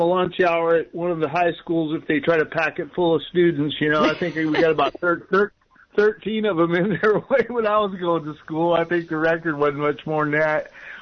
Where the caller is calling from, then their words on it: Tulare, California, United States; I'm here in Tulare.